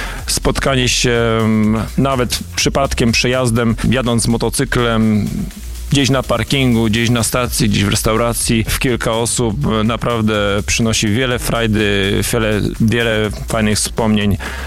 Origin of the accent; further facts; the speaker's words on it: Słupca, Greater Poland Voivodeship, Poland; Flaga Słupcy i barwy Słupcy i to, że jesteśmy ze Słupcy i z powiatu słupackiego